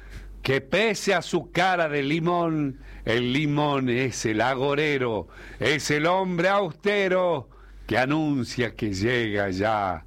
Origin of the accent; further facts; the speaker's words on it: Salta, Argentina; Porque somos salteños. Inclusive los mentarenses somos buena gente.